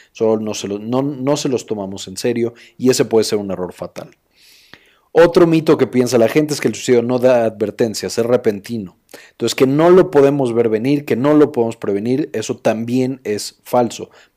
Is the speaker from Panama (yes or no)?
no; Mexico; nuestro país, México